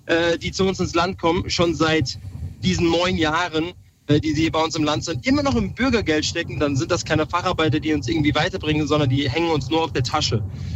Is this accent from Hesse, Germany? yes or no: yes; Wiesbaden, Hesse, Germany; Gute, Lukas, Grüße in meiner Heimatstadt nach Wiesbaden. Da bin ich geboren und aufgewachsen.